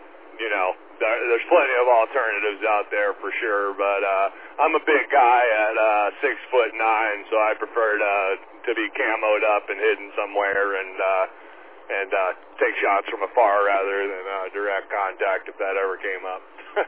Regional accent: Tennessee, United States; Yeah, I mean, I grew up in Tennessee.

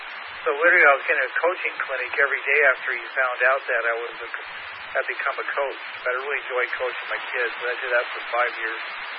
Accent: Seattle, Washington, United States; I grew up in the Seattle area

